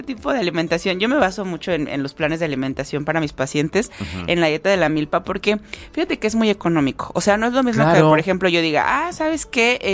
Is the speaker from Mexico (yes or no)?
yes; Mexico; nosotros como mexicanos